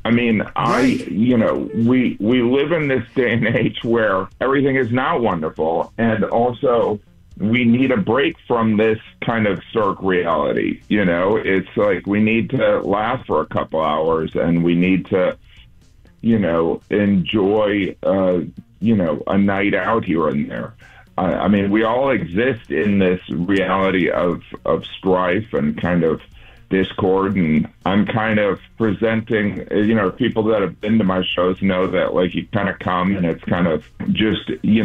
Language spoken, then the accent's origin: English; Midwest, United States; I'm a Midwesterner myself